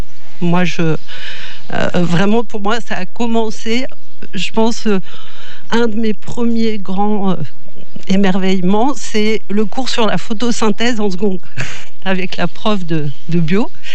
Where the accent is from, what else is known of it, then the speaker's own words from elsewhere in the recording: Normandy, France; moved away as an adult; now in Florac, France; Je viens de Normandie